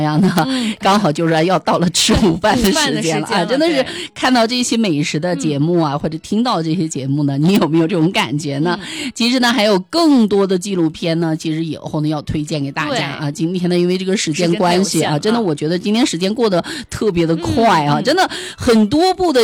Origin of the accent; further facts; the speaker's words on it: China; 你都感觉到作为中国人啊，为我们的国家真的感到骄傲。